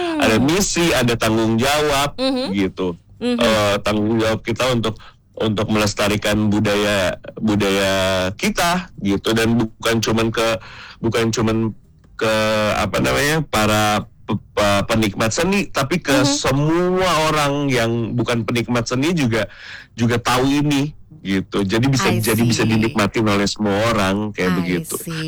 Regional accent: Bandung, West Java, Indonesia; Betul sekali, aku memang lahir besar, tanah kelahiran aku adalah bumi Pasundan, betul sekali. Yoi. Di Bandung

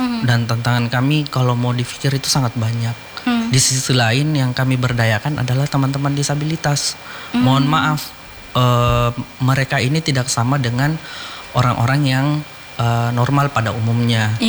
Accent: Bulukumba, South Sulawesi, Indonesia; di kampung kami, khususnya di Kabupaten Bulukumba, Kak, itu tepatnya di Desa Bonto Bulaeng, Kecamatan Bulukumba. Nah, di sana terus terang masih banyak, karena kami termasuk desa terpencil ya.

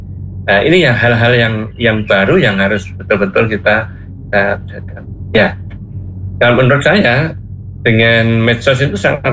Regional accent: Central Java, Indonesia; now in Karanganyar, Indonesia; yang di Manyaran, desa Keposari itu, desa kami

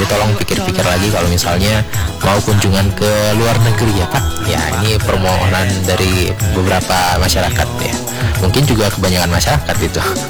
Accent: Sumatra, Indonesia; kita orang Sumatera

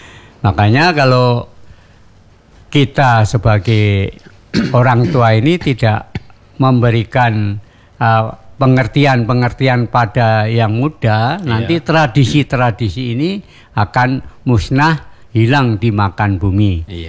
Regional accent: Java, Indonesia; born there; moved away; also born or lived in Yogyakarta / Surakarta; pada waktu kecil kami masih di Jogja atau masih di Solo

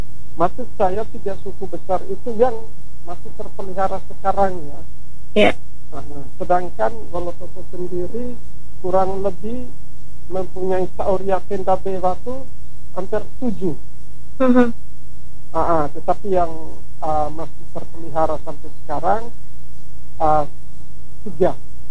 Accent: Wolotopo, East Nusa Tenggara, Indonesia; Jadi menjadi batu penyangga itu filosofi kami orang Lio teristimewa di Wolotopo.

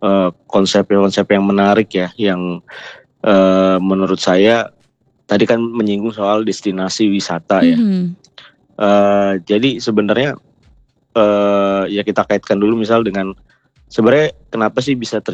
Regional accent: Palembang, South Sumatra, Indonesia; moved away as an adult; also born or lived in Jakarta; now in Turkey; kita nih wong Palembang

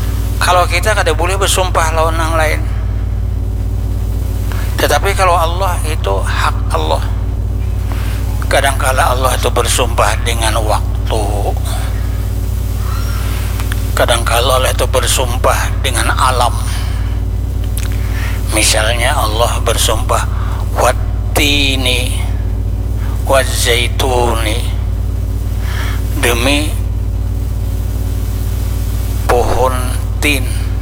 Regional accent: South Kalimantan, Indonesia; Ya bahasa kita orang Banjar, paharatnya tuh bang deh.

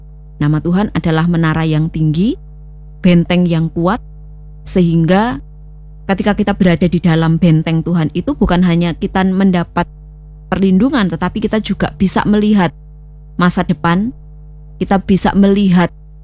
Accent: East Nusa Tenggara, Indonesia; now in Netherlands; seperti saya itu orang NTT. Kemudian saya tinggal di Belanda.

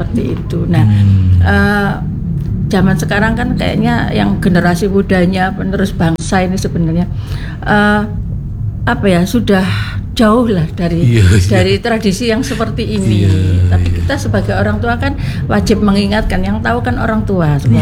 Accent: Java, Indonesia; Kebetulan saya kan memang orang Jawa ya, orang Jawa dan punya punya leluhur juga orang Kulonan juga.

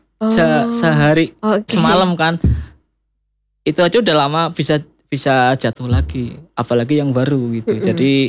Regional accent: Purwokerto, Central Java, Indonesia; kota saya sendiri di Purwokerto.

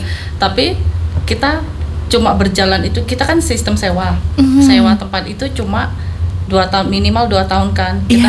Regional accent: Bangka Belitung Islands, Indonesia; moved away; memang saya kan asli dari Bangka. Kita kalau dari Sumatera gitu kan

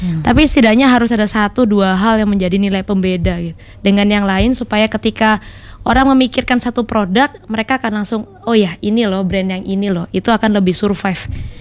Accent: Surabaya, East Java, Indonesia; Jadi saya tetap di identitas saya dari Surabaya, saya bawa tuh Lapis Surabayanya.

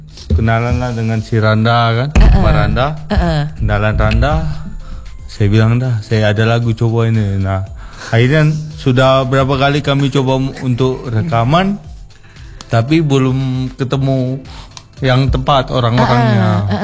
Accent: Kendari, Southeast Sulawesi, Indonesia; accent: Sulawesi; moved away; Dari Sulawesi, dari Kendari.

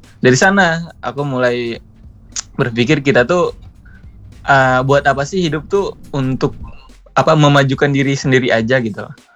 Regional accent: Kuningan, West Java, Indonesia; moved away as an adult; also born or lived in Cirebon; Aku asalnya Kuningan.

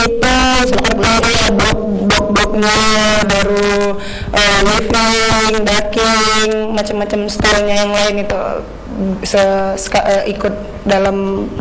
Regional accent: Medan, North Sumatra, Indonesia; moved away as an adult; now in Biak, Indonesia; kebetulan saya orang Sumatera Utara Medan.

